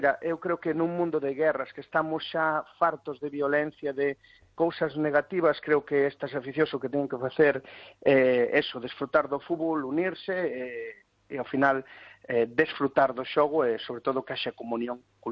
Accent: Galicia, Spain; pois eso, que temos que, como galegos, pois unirnos, porque creo que así irános mellor a todos.

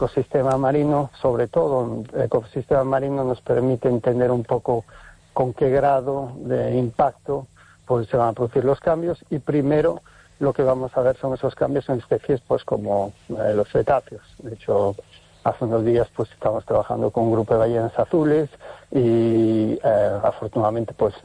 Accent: Galicia, Spain; Se escogió desde el año 2014 que estamos en Galicia. Yo soy gallego

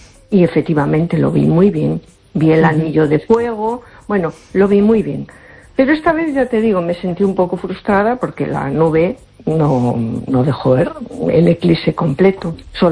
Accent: A Coruña, Galicia, Spain

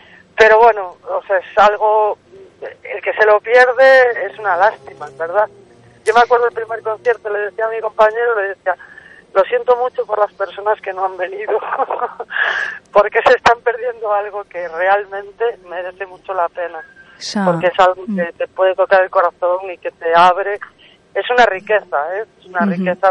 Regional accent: Galicia, Spain; Amarilla Lucense, que es de donde yo soy

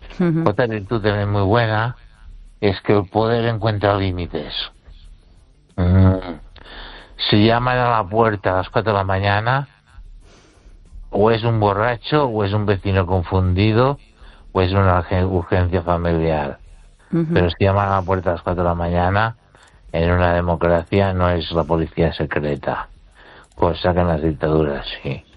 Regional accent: Ourense, Galicia, Spain; También quiero saludar … de Ourense.

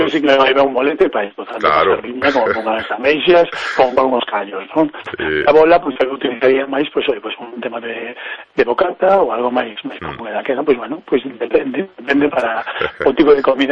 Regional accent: Galicia, Spain; Como galego, pues, moito dicir que depende.

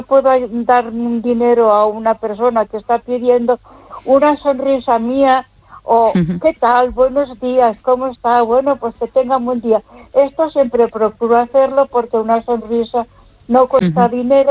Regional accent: Ponferrada, Castile and León, Spain

